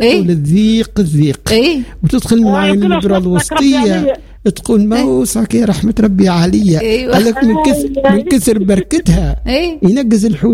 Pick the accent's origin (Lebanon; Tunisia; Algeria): Tunisia; Sfax, Sfax Governorate; احنا عندنا في صفاقس